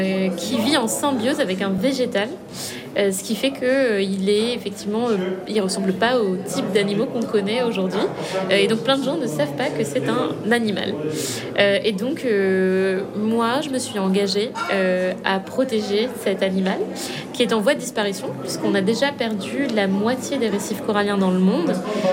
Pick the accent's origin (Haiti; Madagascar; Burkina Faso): Madagascar; Je suis née à Madagascar, j'y ai grandi et j'ai la chance d'avoir une mère qui vient du nord-ouest où il y a un très bel archipel qui s'appelle Nosy Be.